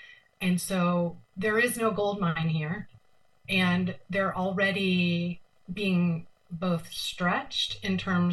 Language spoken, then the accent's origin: English; Missouri, United States; born there; Well, I was born in Southwest Missouri, and water is a big part of life here.